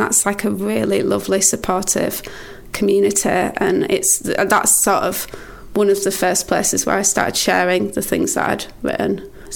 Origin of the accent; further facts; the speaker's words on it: Wakefield, Yorkshire and the Humber, United Kingdom; born there; also born or lived in Bradford; Oh, I was born in West Yorkshire, not Bradford, yeah. though. I was born in Wakefield.